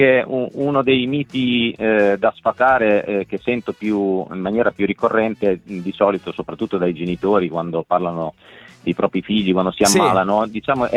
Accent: Emilia-Romagna, Italy; now in Rome, Italy; No, io sono, in realtà sono romagnolo, però ormai da 12 anni vivo a Roma per lavoro, però effettivamente sì, dall'accento forse si capisce che non sono

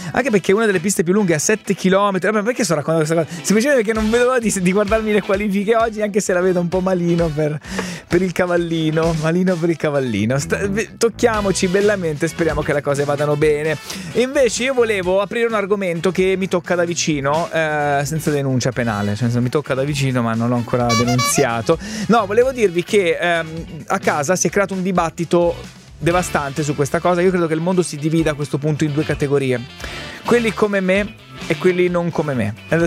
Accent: Abruzzo, Italy; sono abruzzese.

